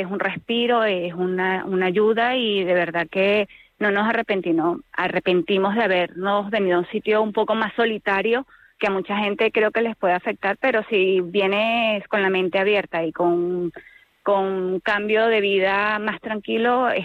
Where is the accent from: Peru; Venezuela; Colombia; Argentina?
Venezuela; now in Spain; yo soy venezolana, somos venezolanos nosotros acá en España